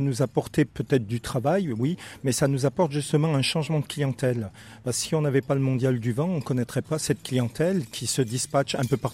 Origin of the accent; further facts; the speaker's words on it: Saint-Étienne, Auvergne-Rhône-Alpes, France; now in La Franqui, France; Moi, je viens de Saint-Étienne